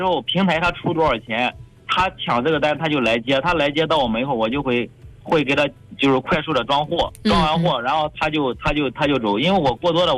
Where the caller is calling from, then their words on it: Jinan, Shandong, China; 我人是济南的，但是我的公司是在德州的七河县。